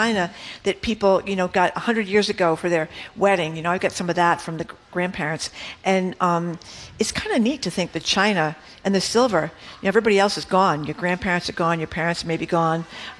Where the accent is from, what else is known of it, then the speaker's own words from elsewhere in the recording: Fall River, Massachusetts, United States; in my house at home when I was growing up in Fall River, one of the things that people took twice was silver.